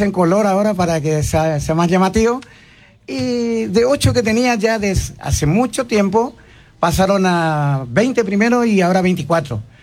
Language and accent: Spanish; Colonia Carlos Pellegrini, Corrientes, Argentina; lo que yo escuchaba de niño en mi pueblo de Colonia Carlos Pellegrini, orilla de Liberá, donde en ese tiempo que yo era niño la gente saludaba todo en guaraní, y en el guaraní yopará, que es propio del pueblo.